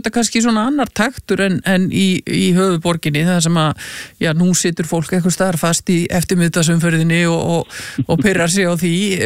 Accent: Keflavík, Southern Peninsula, Iceland; Já, að því að sko sem Keflvíkingur þá segir maður auðvitað alltaf í Keflavík

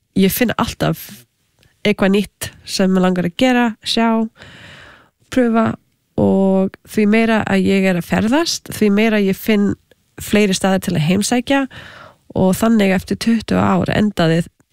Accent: Canada; Icelandic is a second language; Og ég ólst upp í Kanada með halv indverskri móðu frá Suður Ameríku. Svo ég var þegar alþjóðlegt barn og með nokkuð tungumál sem ég gat notað.

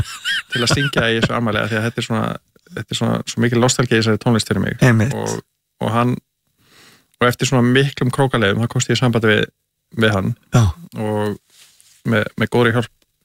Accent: Kópavogur, Capital Region, Iceland; also born or lived in Grafarvogur; Nei, og ég ólst fyrst upp í Kópavogi.

